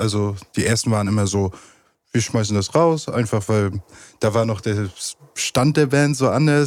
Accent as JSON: {"language": "German", "town": "Goldberg", "region": "Mecklenburg-Vorpommern", "country": "Germany"}